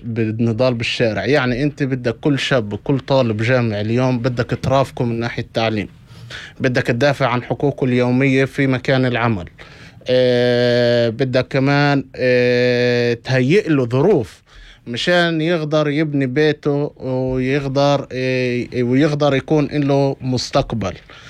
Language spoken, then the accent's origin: Arabic; Palestine; انما احنا كشباب فلسطينيين ولدنا بين الازمات